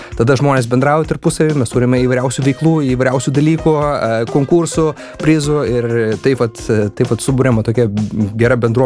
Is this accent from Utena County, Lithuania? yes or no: no; Panevėžys, Panevėžys County, Lithuania; moved away as an adult; also born or lived in Vilnius; now in Norway; aš esu panevėžietis, gimęs ir augęs panevėžyje, paskui išvažiavau mokytis į Vilnių, pasimokiau, dirbu Vilniuje, susiradau meilę, išvažiavom į Norvegiją